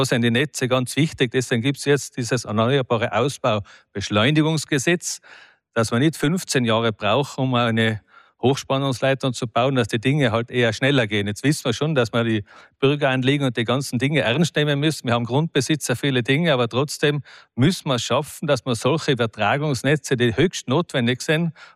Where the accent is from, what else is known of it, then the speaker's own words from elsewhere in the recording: Tyrol, Austria; Ich komme aus dem Zillertal. Das Wasser im Zillertal gehört auch nicht dem Zillertal